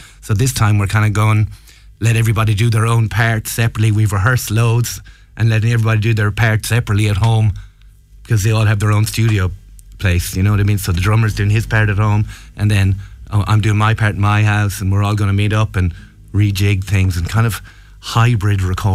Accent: Tipperary, Munster, Ireland; I used to be a punk guy, an emo guy back in the day when I was growing up in Tipperary.

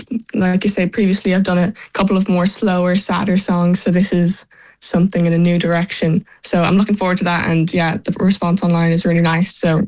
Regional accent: Galway, Connacht, Ireland; moved away as an adult; now in Vancouver, Canada

